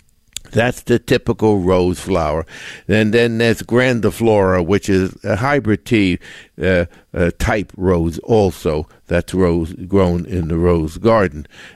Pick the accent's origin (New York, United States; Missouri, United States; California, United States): New York, United States; Long Island; I grew up on Long Island, and there on the North Shore was called the Gold Coast.